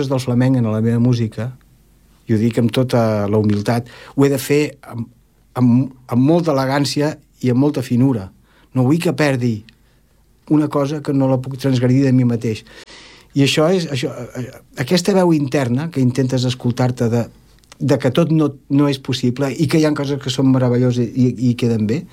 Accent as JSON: {"language": "Catalan", "region": "Catalonia", "country": "Spain", "said": "jo no sóc flamenco, ni molt menys. Si jo agafo... jo sóc català."}